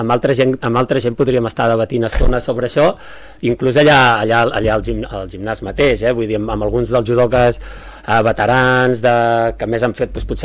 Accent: Santpedor, Catalonia, Spain; moved away; jo soc de Santpedor, ara fa molts que visc aquí

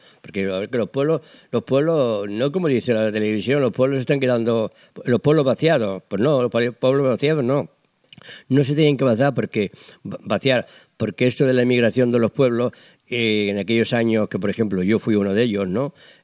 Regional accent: Linares, Andalusia, Spain; now in Castelldefels, Spain; la fiesta de mi pueblo, Estación Linares Baeza, que de ahí soy yo, de ahí nací yo. Nací en Linares, sí. Pero bueno, a 7 kilómetros está la Estación Linares Baeza.

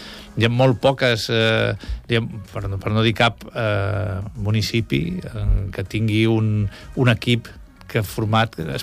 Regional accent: L'Hospitalet de Llobregat, Catalonia, Spain; also born or lived in Barcelona; now in Calafell, Spain; Jo vaig néixer vaig néixer a Barcelona a la maternitat, però soc fill d'Hospitalet de Llobregat.

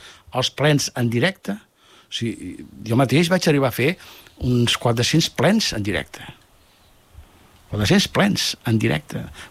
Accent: Vallirana, Catalonia, Spain; Jo recordo haver baixat a Molins de Rei i algú que preguntava: i tu d'on ets? Vallirana.

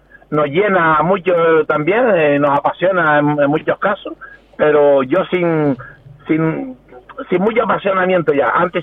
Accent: Las Palmas / the island, Canary Islands, Spain; Soy madridista, soy de Las Palmas

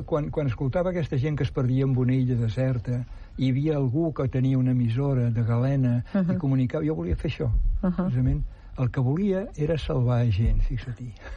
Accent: Argentona, Catalonia, Spain; born there; Vaig néixer a Argentona l'any 1944, fa molt de temps, per això ja sóc antic.

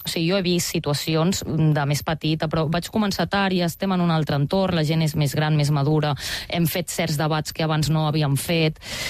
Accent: Barcelona, Catalonia, Spain; vaig a batalles de freestyle al meu barri, a Sant Andreu

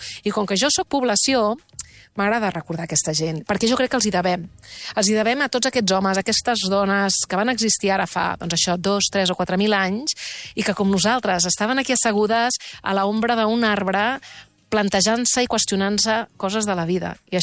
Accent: Catalonia, Spain; m'obre moltes més portes dir que soc del Barça, que soc sòcia del Barça, de parlar de Catalunya o de Barcelona

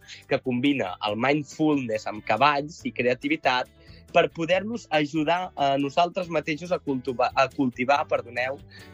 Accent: Barcelona, Catalonia, Spain; que sóc de Barcelona

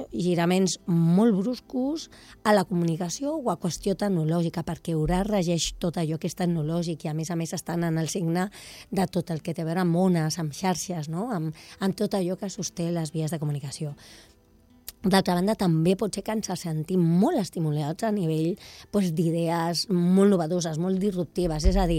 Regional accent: Mataró, Catalonia, Spain; que jo soc de Mataró, ja ho saps.

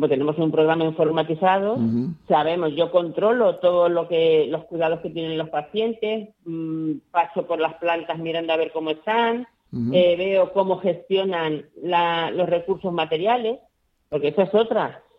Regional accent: Castile, Spain; yo soy muy castellana

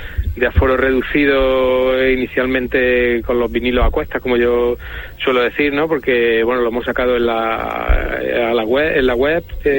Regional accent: Córdoba, Andalusia, Spain; nosotros somos de Córdoba

